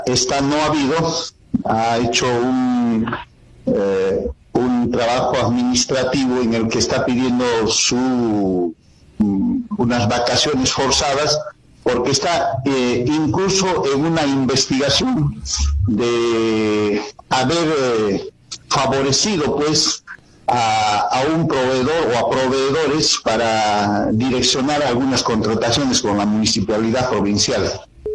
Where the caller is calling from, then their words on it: Cusco, Peru; Buenos días, señor Hernández, de la Convención ….